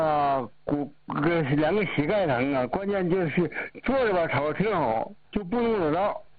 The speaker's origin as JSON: {"language": "Chinese", "region": "Northeast China", "country": "China", "accent": "Northeastern dialect", "said": "咱说咱东北话"}